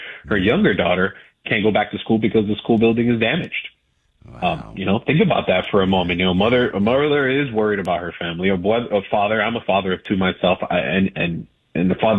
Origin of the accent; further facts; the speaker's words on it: Pereira, Risaralda, Colombia; we met in Pereira. That's my hometown. That's where I'm from.